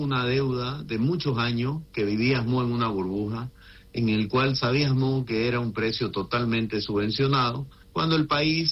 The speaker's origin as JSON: {"language": "Spanish", "region": "Santa Cruz", "country": "Bolivia", "said": "el futuro que tenemos que tener como productores cruceños y bolivianos."}